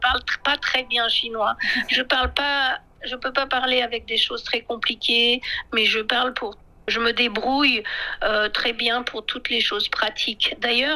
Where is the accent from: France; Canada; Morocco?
France